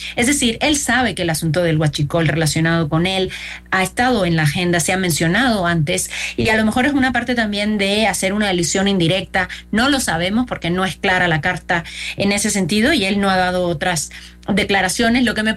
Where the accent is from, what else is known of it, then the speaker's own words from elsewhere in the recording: Cuba; Yo soy cubana, y obtener una visa para México siendo cubana es muy difícil.